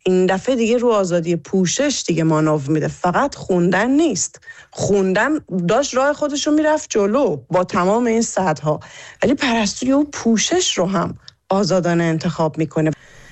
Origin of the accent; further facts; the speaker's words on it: Iran; moved away; داره 2 سال میشه که از شهریور دیگه میشه 2 سال که من از ایران اومدم بیرون و از اون فضا دور شدم.